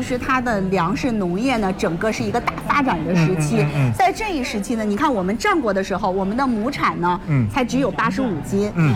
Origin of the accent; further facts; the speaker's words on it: Henan, China; 我们河南人喜欢吃个面